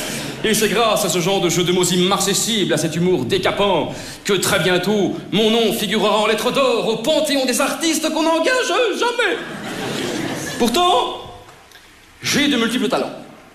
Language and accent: French; Brussels, Belgium; born there; je suis né à Bruxelles. Je suis un humoriste belge particulièrement méconnu.